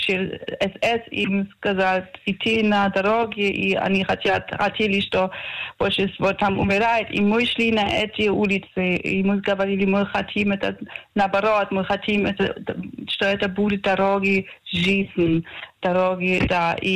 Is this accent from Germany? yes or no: yes; East Germany, Germany; Russian is a second language; also born or lived in Belarus; Я из Восточной Германии. Когда я была, я учила 5 лет в школе русский, и я еще жила тоже в Беларуси.